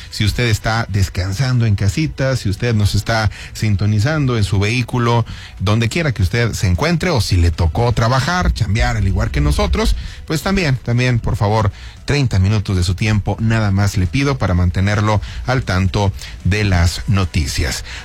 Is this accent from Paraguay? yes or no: no; Mexico; como buenos mexicanos, salimos a festejar con esta noche mexicana el grito de independencia.